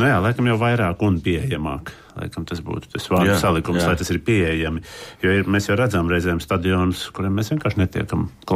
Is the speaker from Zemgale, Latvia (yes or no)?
yes; Jelgava, Zemgale, Latvia; Jā, tas tā bija mana dzimtā pilsēta Jelgava, kur tas bija diezgan izteikti.